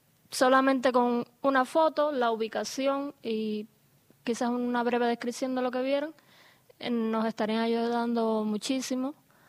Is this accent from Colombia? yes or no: no; Cuba; moved away as an adult; now in Jujuy, Argentina; Yo soy cubana, estoy acá en Jujuy hace algo más de un año con una beca doctoral del CONICET